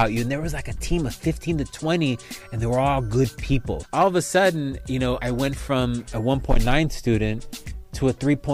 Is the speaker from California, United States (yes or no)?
yes; Los Angeles, California, United States; So I grew up in South LA. So I grew up by King and Arlington. School was challenging, you know, son of Mexican immigrants.